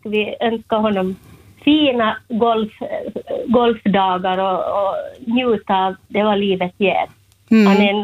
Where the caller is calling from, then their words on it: Enklinge, Åland, Åland Islands; och Bengt, min man här. Vi är från Enklinge, Åland.